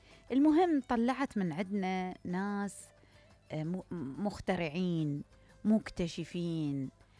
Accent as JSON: {"language": "Arabic", "country": "Iraq", "said": "احنا كعراقيين، كعراقيين تحديدا"}